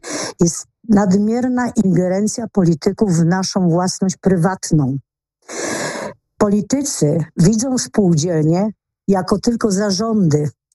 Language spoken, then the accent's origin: Polish; Warsaw, Masovian Voivodeship, Poland; born there; jestem warszawianką z urodzenia, mieszkam tu lat wiele, a od 50 lat spółdzielcą